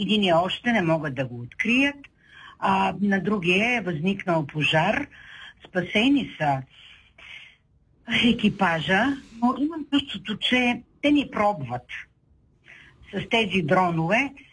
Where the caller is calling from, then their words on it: Shumen, Shumen Province, Bulgaria; от Шумен.